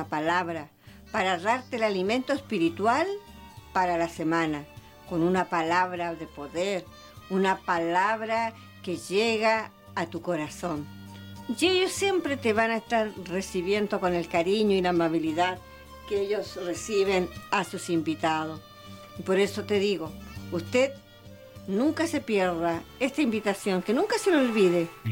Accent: Hualpén, Biobío, Chile; yo soy de Hualpén

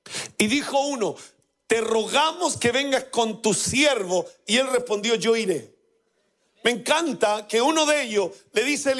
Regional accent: Lota, Biobío, Chile; born there; also born or lived in Coronel; Yo vengo de Lota, de Coronel, de Schwager, de zonas mineras, donde mi futuro era trabajar en la mina del carbón

